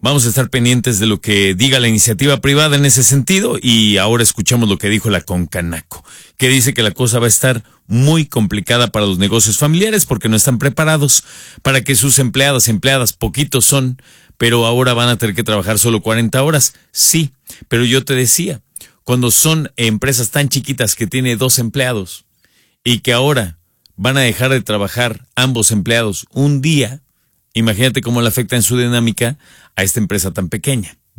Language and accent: Spanish; Mexico; porque soy mexicano